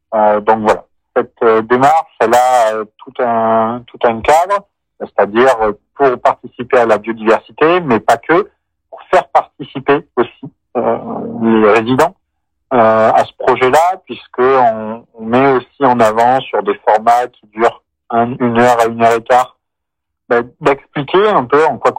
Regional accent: France; moi je suis natif de Saint-Olé

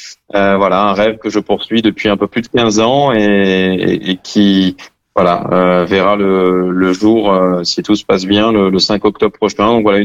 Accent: Marseille, Provence-Alpes-Côte d'Azur, France; born there; also born or lived in La Ciotat / Paris / Saint-Mandé / Nice; Je suis né à Marseille, donc La Ciotat, Paris, Saint-Mandé, ensuite Nice, Bandol. Donc c'est vrai qu'il y a eu énormément de déménagements.

